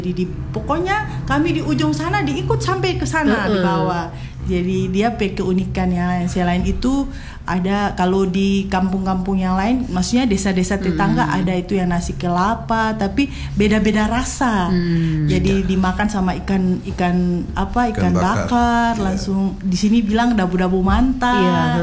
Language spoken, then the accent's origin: Indonesian; Tulehu, Maluku, Indonesia